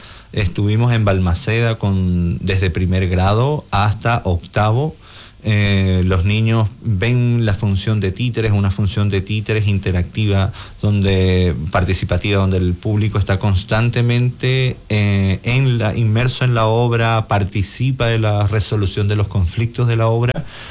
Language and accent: Spanish; Venezuela; now in Coyhaique, Chile; yo soy de Venezuela